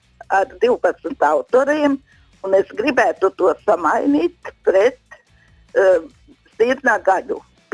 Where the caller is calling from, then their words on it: Vidzeme, Latvia; Te jums zvana no Vidzemes puses.